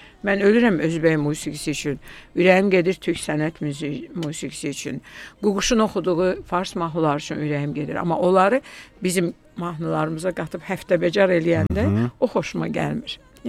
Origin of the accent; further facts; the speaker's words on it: Buzovna, Baku, Azerbaijan; mən Buzovnada böyümüşəm, nə yaxşı ki, bura var, nə yaxşı ki, mən burada gəlib qala bilirəm.